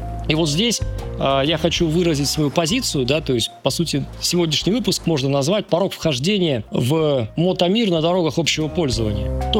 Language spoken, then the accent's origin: Russian; Far East, Russia; born there; now in Saint Petersburg, Russia; В детстве это были на Дальнем Востоке мотороллеры, которые привозились с Японии.